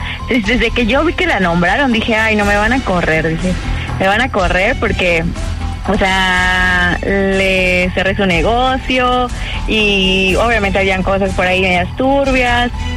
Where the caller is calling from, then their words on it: Yucatán, Mexico; De Yucatán.